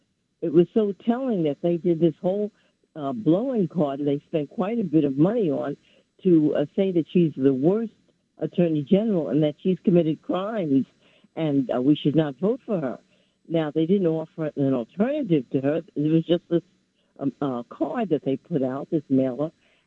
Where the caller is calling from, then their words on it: New York City, New York, United States; I'm calling from New York City.